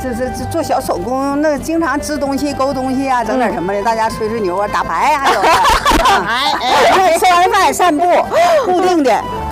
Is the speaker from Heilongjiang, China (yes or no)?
yes; Bei'an, Heilongjiang, China; now in Chongqing, China; 我从在这儿在北安长大的黑龙江啊，下乡就是咱们黑龙江省下乡的